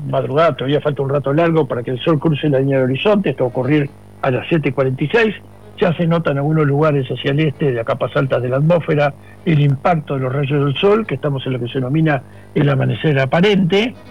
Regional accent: Uruguay

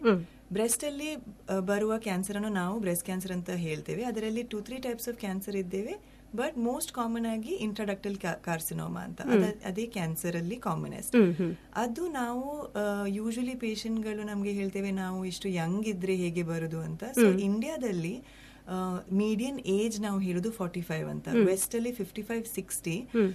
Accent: Mangalore, Karnataka, India; born there; also born or lived in Mumbai; ನಾನು ಮ್ಯಾಂಗ್ಳೂರಿನೇ. ನನ್ನ ಪಪ್ಪ ಮಲಯಾಳಿ ಮ್ಯಾಂಗ್ಳೂರ್ ಕೇರಳದಿಂದ, ನನ್ನ ಮಮ್ಮಿ ಮ್ಯಾಂಗ್ಳೂರಿಂದಲೇ.

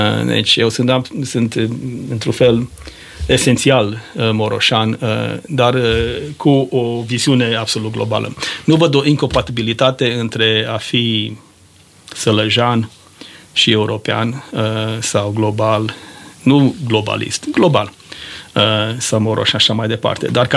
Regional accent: Maramureș County, Romania; moved away; dar am plecat de mult timp din România și de acasă, din Maramureș.

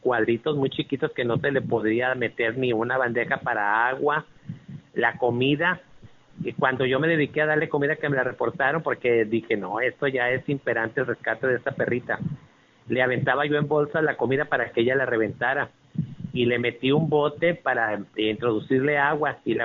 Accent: Agujita, Coahuila, Mexico; como nos conocemos, somos aquí de Agujita. Le digo … así como me conocen aquí.

